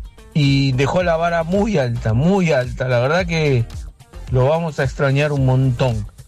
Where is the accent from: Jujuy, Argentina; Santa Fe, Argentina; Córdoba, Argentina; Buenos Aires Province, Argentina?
Buenos Aires Province, Argentina; Avellaneda; Hola, muchachos, sácales a la Juan. Soy de Avellaneda.